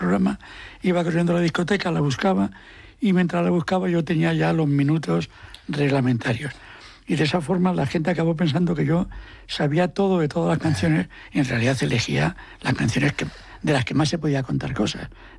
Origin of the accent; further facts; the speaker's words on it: Asturias, Spain; Como yo soy asturiano, digo, ¿de dónde?